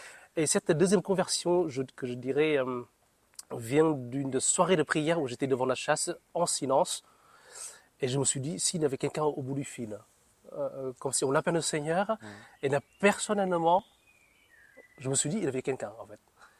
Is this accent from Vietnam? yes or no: yes; Northern Vietnam, Vietnam; moved away as an adult; now in France; je viens du Vietnam, du nord du Vietnam, il y a presque 20 ans.